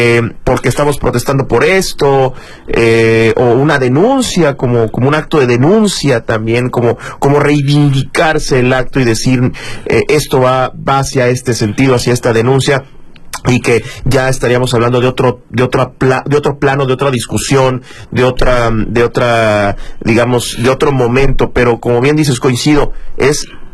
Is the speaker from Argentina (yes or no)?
no; Mexico